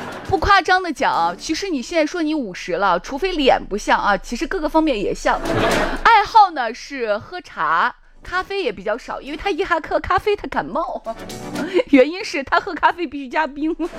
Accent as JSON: {"language": "Chinese", "area": "Chang'an County", "region": "Shaanxi", "country": "China", "accent": "Shaanxi dialect, Chang'an County dialect", "said": "我们陕西话长安县话就叫"}